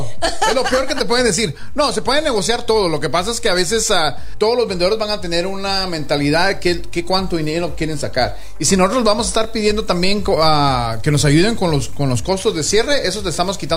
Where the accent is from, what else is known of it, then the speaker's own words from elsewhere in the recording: Guatemala; mi cultura es guatemalteca.